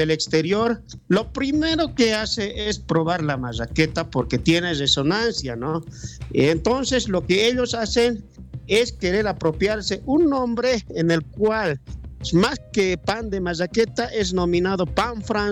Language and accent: Spanish; La Paz, Bolivia; Como bolivianos, como paceños, tenemos que defender todo lo que es nuestro